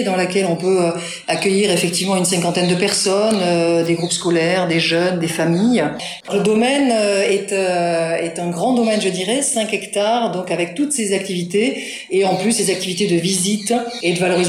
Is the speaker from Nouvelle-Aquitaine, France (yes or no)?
yes; Nouvelle-Aquitaine, France; Je suis originaire des Landes, du Sud-Ouest, où j'ai travaillé 4 ans pour l'enseignement catholique, en Gironde à la direction diocésaine.